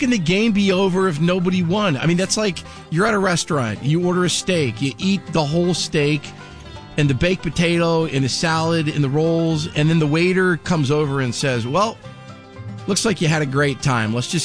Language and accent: English; United States; I'm American.